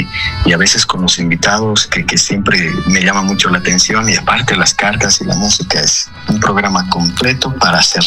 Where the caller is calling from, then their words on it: Cochabamba, Bolivia; Sí, Cochabamba, Bolivia, desde el centro mismo de Bolivia.